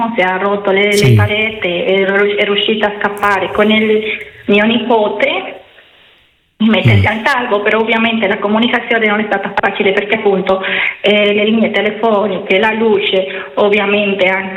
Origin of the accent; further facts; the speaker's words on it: Venezuela; per me come venezuelana